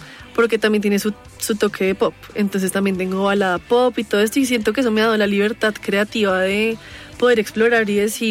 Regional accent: Colombia; yo siendo colombiana, siento que como que mi sangre no me permite tampoco restringirme a una sola cosa.

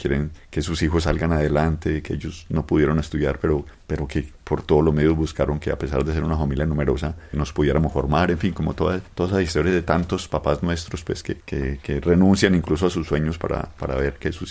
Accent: Abejorral, Antioquia, Colombia; born there; moved away; also born or lived in La Ceja; Mi papá es campesino, mi papá y mi mamá son campesinos. Después pasaron a Abejorral, que es mi pueblo de origen.

